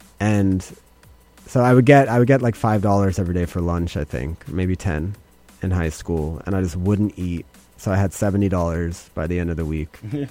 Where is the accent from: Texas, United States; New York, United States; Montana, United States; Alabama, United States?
New York, United States; I grew up in the East Village